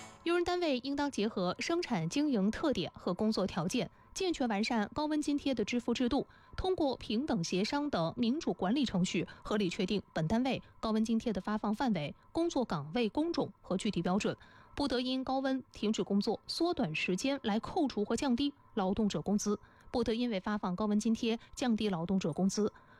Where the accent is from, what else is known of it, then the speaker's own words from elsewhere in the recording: China; 我们中国人